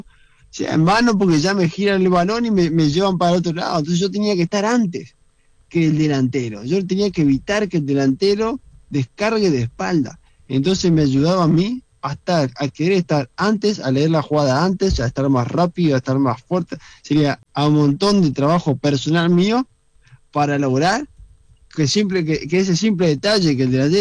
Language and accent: Spanish; Reconquista, Santa Fe, Argentina; me crié en Reconquista, en una ciudad pequeña, donde jugaba mucho en la calle